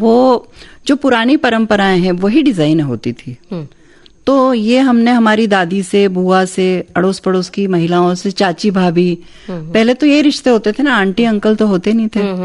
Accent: Madhya Pradesh, India; तो चूंकि मैं मालवा से हूँ

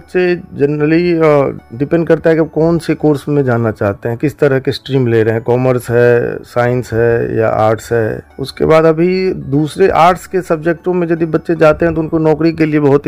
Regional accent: Bihar, India; moved away as an adult; now in Gurgaon, India; इसमें बिहार के तरफ से मेरा अलग एक लगाव है और मैं यहीं से पला बढ़ा हूँ

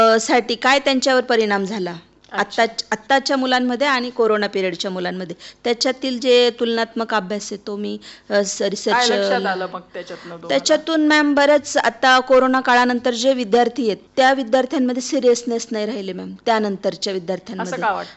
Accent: Tavkheda, Maharashtra, India; also born or lived in Varshi, Shindkheda taluka; माझं लहानपण आईच्या घरी, मामाच्या कडे.

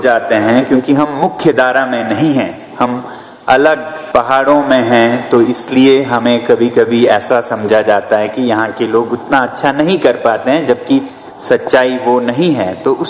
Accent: Ladakh, India; हम सुदूर पश्चिम हिमालय से हैं, लद्दाख फार वेस्टर्न एंड

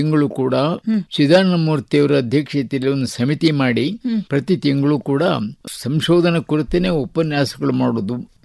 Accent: Ajjampura, Karnataka, India; born there; ಅದಕ್ಕೆ ಈಗ ವಿಜಯ ಮೈದಾನ ಅಂತಾನೆ ಹೆಸರಿಟ್ಟಿದ್ದಾರೆ ನಮ್ಮ ಊರು.

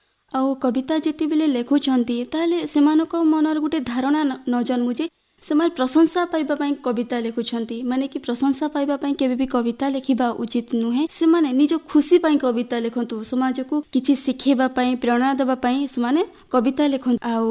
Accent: Odisha, India; ଓଡ଼ିଆ ଭାଷାକୁ ନେଇ ଆମେ ଗର୍ବ କରିବା ଦରକାର ଯେ ଆମେ ଓଡ଼ିଆ ଜାତିର ସନ୍ତାନ ବୋଲି।

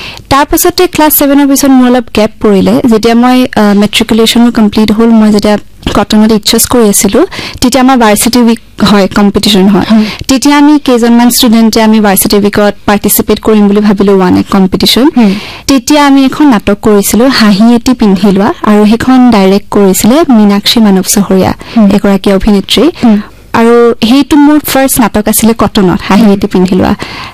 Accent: Guwahati, Assam, India; born there; হয়, মোৰ জন্ম ইয়াতে গুৱাহাটীতে।

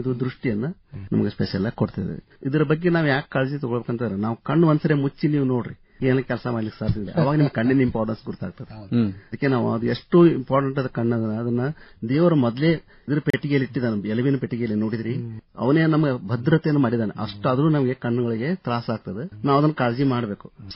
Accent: Dharwad, Karnataka, India; ನಾನು ಮುಖ್ಯವಾಗಿ ಧಾರವಾಡದವನು.

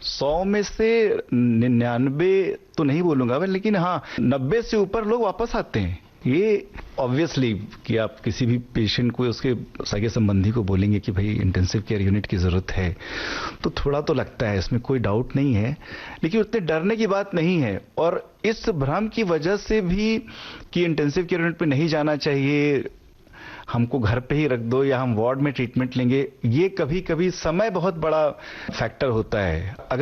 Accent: Prayagraj, Uttar Pradesh, India; also born or lived in Gorakhpur / Delhi; now in Mumbai, India; मैं रहने वाला प्रयागराज इलाहाबाद

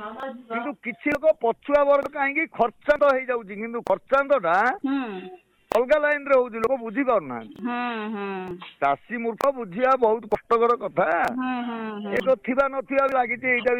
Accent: Bandha Gochha, Odisha, India; ଆମ ଗାଁ ହଉଛି ବନ୍ଧା ଗୋଛା।

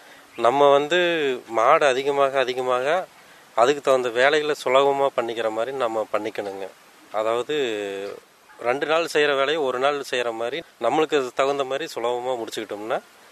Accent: Erode district, Tamil Nadu, India; நாங்கள் வந்து ஈரோடு மாவட்டங்க. ஈரோடு பக்கத்தில் திண்டல் மேட்டுக்கடைங்க. மேட்டுக்கடையிலேருந்து உள்ள நத்தக்கட்டு பழையங்க

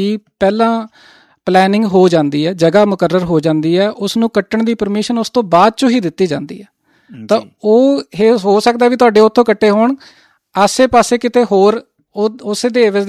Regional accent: Punjab, India

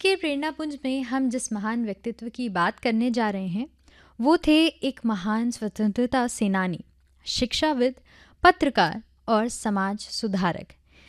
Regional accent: Prayagraj, Uttar Pradesh, India

